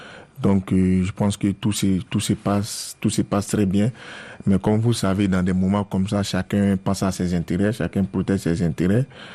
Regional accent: Côte d’Ivoire; Bon, peut-être que vous allez dire parce que je suis ivoirien.

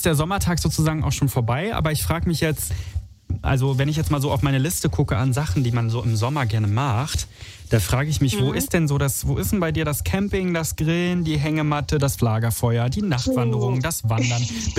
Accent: Italy; moved away; ich komme aus Italien und ich war auch schon ewig nicht mehr dort.

